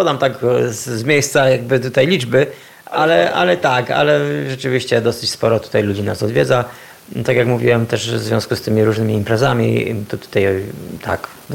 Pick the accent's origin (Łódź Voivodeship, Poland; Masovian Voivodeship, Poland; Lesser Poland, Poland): Lesser Poland, Poland; Myślenice; now in Kraków, Poland; Ja pochodzę z Myślenic i tutaj się wychowałem, chodziłem do szkoły przez wiele, wiele lat.